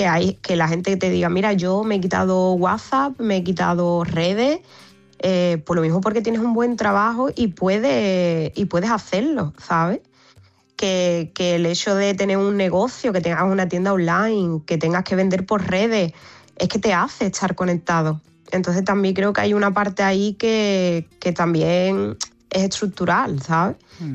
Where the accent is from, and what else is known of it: Barbate, Andalusia, Spain; now in Seville, Spain